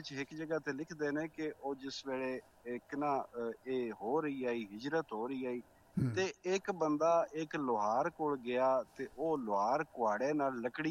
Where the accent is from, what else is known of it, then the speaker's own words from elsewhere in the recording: Mandi Bahauddin, Punjab, Pakistan; ਉਹ ਮੇਰੇ ਜ਼ਿਲ੍ਹੇ ਦੀ ਹੈ ਅੰਮ੍ਰਿਤਾ ਪ੍ਰੀਤਮ, ਮੰਡੀ ਬਾਉਦੀਨ ਦੀ।